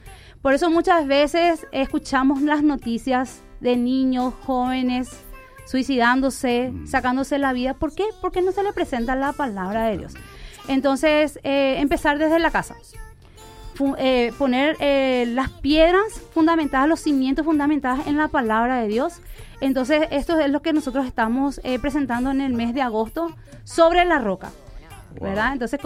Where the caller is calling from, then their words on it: Sajonia, Asunción, Paraguay; de Sajonia.